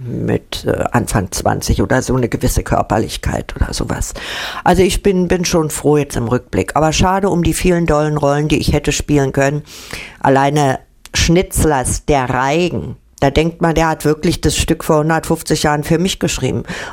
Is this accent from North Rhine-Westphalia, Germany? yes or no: no; Berlin, Germany; der Sprachapparat und dann noch als Berlinerin, also und die Lispelei